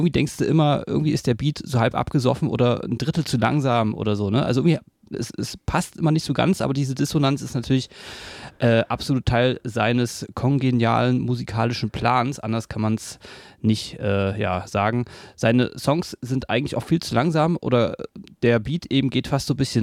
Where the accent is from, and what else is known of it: Berlin, Germany